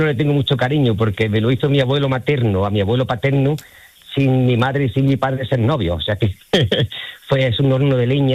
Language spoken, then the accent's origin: Spanish; Andalusia, Spain; los andaluces no conseguimos el pan ácido